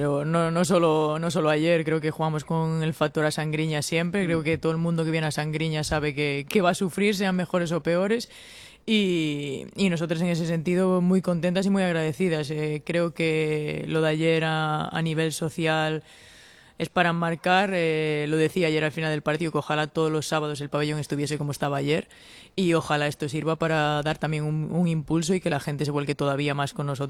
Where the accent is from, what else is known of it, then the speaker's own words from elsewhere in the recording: Galicia, Spain; yo como gallega súper orgullosa de ello, de formar parte del balonmano gallego